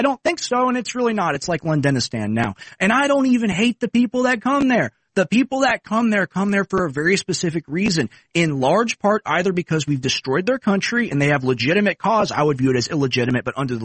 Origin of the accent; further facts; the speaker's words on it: Texas, United States; and I'm from Texas, right? My family, right? They were given land by Mexico almost 300 years ago, okay?